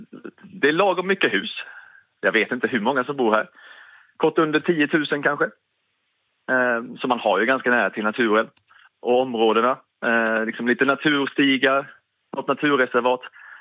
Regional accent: Sweden; Jag kommer ju själv lite från Småland-Skåne-hållet.

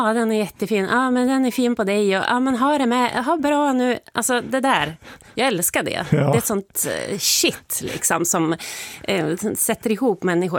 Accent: Sundsvall, Västernorrland County, Sweden; att hon är som en kombination av alla kvinnor som jag har mött inom barnomsorg och skola under hela min uppväxt i Sundsvall.

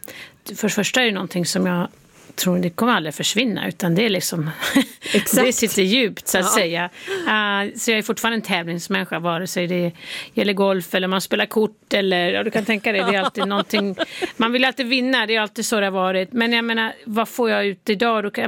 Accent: Sweden; now in United States; Ja, jag är fortfarande svensk medborgare. Det måste jag tala om. Barnen är ju svensk medborgare också, så försöker hålla den kontakten.

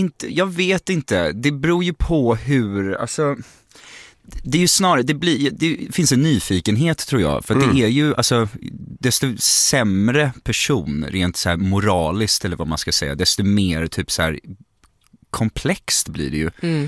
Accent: Gothenburg, Västra Götaland County, Sweden; Hon hade missat att jag är göteborgare.

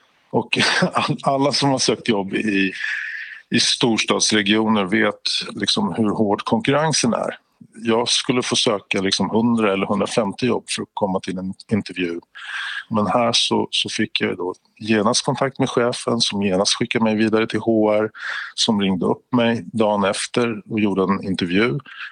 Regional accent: Stockholm, Stockholm County, Sweden; Innan jag flyttade så tänkte jag att jag skulle bli lite illa sedd för att jag kommer från Stockholm.

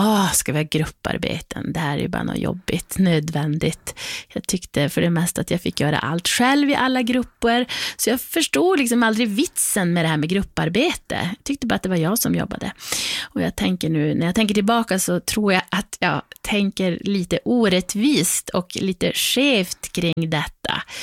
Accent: Arvidsjaur, Norrbotten County, Sweden; hemma i Arvidsjaur där jag växte upp

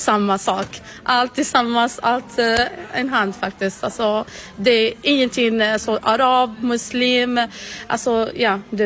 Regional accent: Morocco; Swedish is a second language; now in Sweden; Det betyder mycket för oss, alltså min familj, och jag bor här i Sverige och faktiskt jättemånga svensk som hejar Marocko

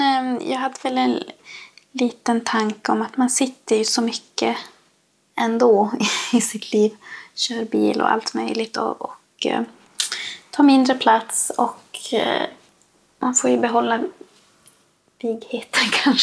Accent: Lannavaara, Norrbotten County, Sweden; now in Vittangi, Sweden; Jag bor i Vittangi. Men jag kommer ju från Lannavaara. Uppväxt i Saribomma sameby.

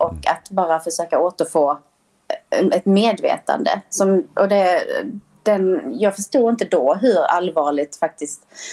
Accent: Sweden; Nej, men alltså som svensk så är man ju sällan utsatt för en sån typ av värme

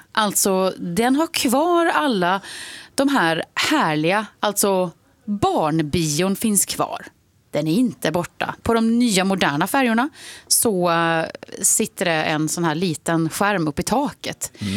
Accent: Gotland, Sweden; Nej, jag är från Gotland, ingen hemlighet.

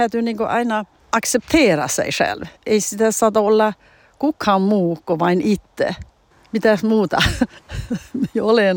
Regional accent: Torne Valley, Norrbotten County, Sweden; now in Skåne, Sweden; olen ylpeä, että olen Tornionlaaksosta. Kotiseutu on tärkeä, sitten se kulttuuri, missä olen kasvanut ylös ja, niin, ja kieli ja kaikki tämän Tornionlaakson kulttuuri on ollut tärkeä mulle.

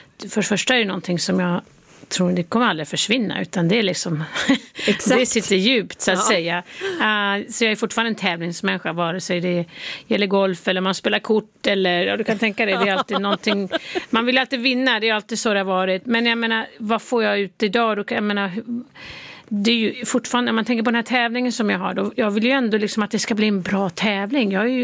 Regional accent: Sweden; now in United States; Ja, jag är fortfarande svensk medborgare. Det måste jag ta dem. Barnen är ju svensk medborgare också, så jag försöker hålla den kontakten.

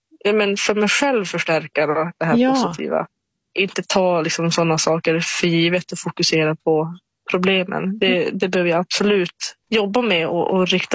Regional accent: Norrland, Sweden; jag är från Norrland

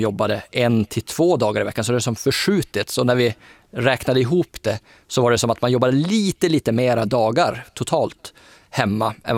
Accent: Luleå, Norrbotten County, Sweden; om man tar det till exempel i Luleå där jag kommer ifrån

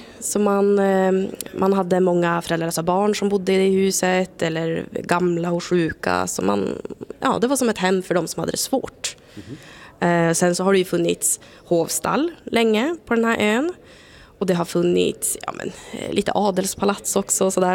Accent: Luleå, Norrbotten County, Sweden; now in Stockholm, Sweden; jag är från Norrbotten, Luleå, men har bott här ett tag nu.

